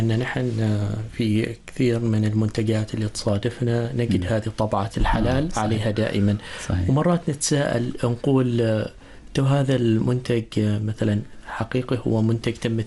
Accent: Oman

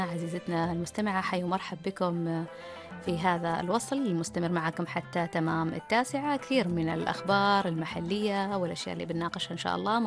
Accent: Oman; accent: Omani; فلهجتنا العمانية كثير فيها يعني من اللغة العربية

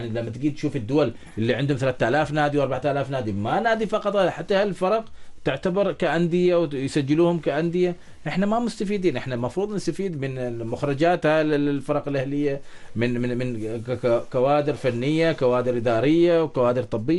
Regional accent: Oman; إحنا كلاعبين عمانيين

